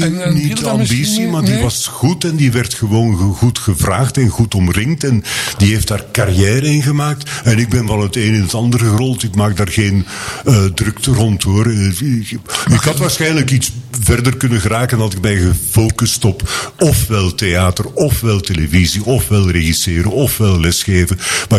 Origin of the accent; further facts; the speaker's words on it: Jette, Brussels-Capital Region, Belgium; now in Mechelen, Belgium; Ik kom van Jette. Hè, dat is een gemeente rond Brussel.